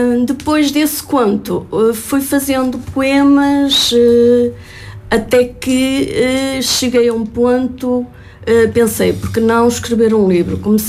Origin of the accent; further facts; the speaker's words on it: Espinho, Aveiro, Portugal; now in Cortegaça, Portugal; Estou lá a viver há 30 anos, vim do Conselho de Espinho, e quando cheguei a Cortegaça fiquei fascinada.